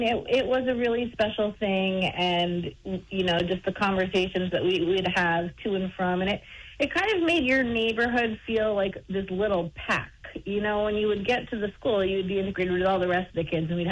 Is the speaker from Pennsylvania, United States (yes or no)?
no; West Glover, Vermont, United States; I grew up in West Glover, Vermont, and near the end of Lake Parker, and I grew up on a dirt road.